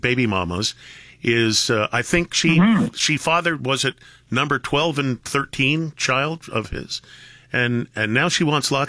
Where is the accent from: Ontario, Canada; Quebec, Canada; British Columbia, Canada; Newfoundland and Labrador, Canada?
Ontario, Canada; Toronto; now in California, United States; a Canadian citizen. And I live in California. I know all about the weather and stuff. But Toronto, my hometown